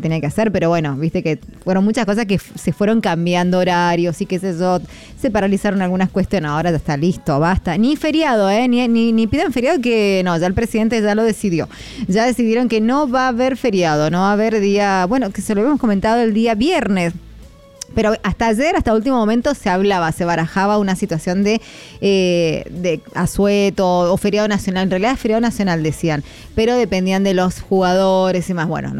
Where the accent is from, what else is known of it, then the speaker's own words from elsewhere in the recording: Argentina; Bien ahí, como buenos, como argentinos luchadores y resilientes que somos, claro que sí.